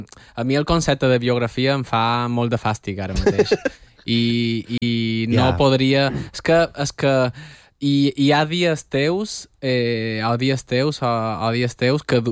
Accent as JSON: {"language": "Catalan", "region": "Balearic Islands", "country": "Spain", "accent": "Majorcan", "said": "He d'advertir que ja som mallorquí i el meu català ara s'està filtrant perquè m'entengueu."}